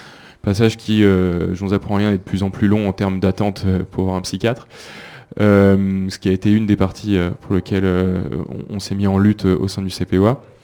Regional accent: Grenoble, Auvergne-Rhône-Alpes, France; Moi, je viens de l'Isère, je viens de Grenoble

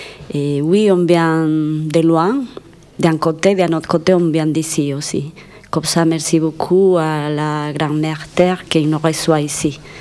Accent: Ecuador; French is a second language; Et bonjour … je viens d'Équateur et je vous dis merci à tout le monde et je vais dire que je viens de la moitié du monde.

